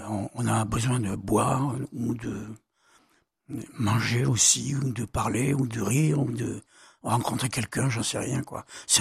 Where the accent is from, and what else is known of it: Avignon, Provence-Alpes-Côte d'Azur, France; born there; also born or lived in Marseille